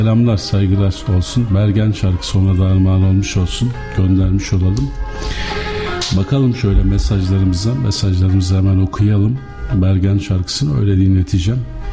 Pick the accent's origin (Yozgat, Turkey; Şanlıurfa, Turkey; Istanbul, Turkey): Şanlıurfa, Turkey; Urfa; Esma, sen de Adanalısın, bizim o taraflısın. Ben de bak Urfalıyım.